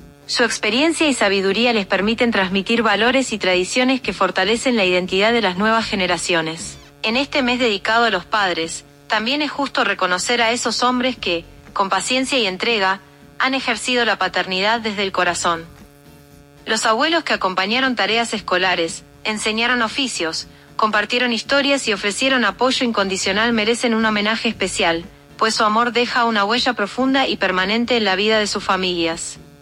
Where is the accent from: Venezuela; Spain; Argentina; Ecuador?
Argentina; now in Mexico; la argentina más mexicana.